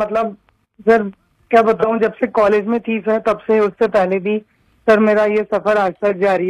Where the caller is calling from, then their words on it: Kishangarh, Rajasthan, India; Sir Kishangarh की हूँ sir मैं।